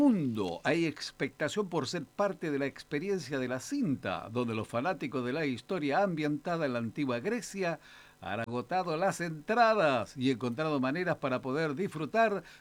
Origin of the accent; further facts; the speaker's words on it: Chile; Así somos los chilenos